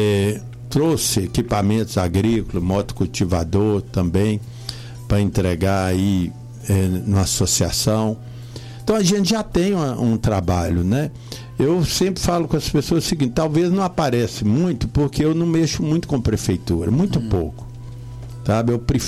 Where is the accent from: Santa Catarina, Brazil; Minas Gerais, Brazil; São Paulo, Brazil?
Minas Gerais, Brazil; Carbonita; Eu sou lá de outra região, que é muito distante daqui, né? Eu sou lá do Vale do Jequitinhonha. Sou de uma cidade pequenininha que chama Carbonita.